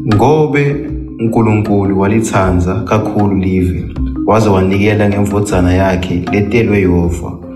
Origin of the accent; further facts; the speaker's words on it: Mpumalanga, South Africa; Russian is a second language; Я из Южной Африки, провинция Мпумаланга. Я про национальности Свази и я говорю на язык сисвати.